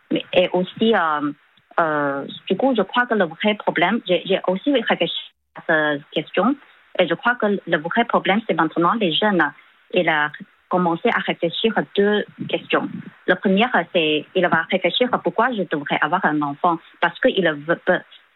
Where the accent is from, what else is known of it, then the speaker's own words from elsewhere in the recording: China; French is a second language; Et chez nous, en Chine, on n'a pas normalement, on justement fait une fête pour tout le monde.